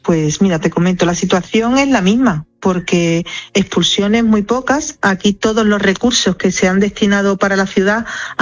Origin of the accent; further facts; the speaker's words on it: Ceuta, Spain; los que estamos encerrados y los que estamos controlando nuestros pasos somos los ceutíes.